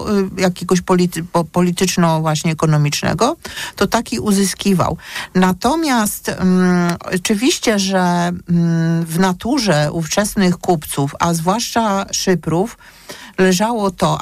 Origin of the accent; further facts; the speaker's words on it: Gdańsk, Pomeranian Voivodeship, Poland; jestem z Gdańska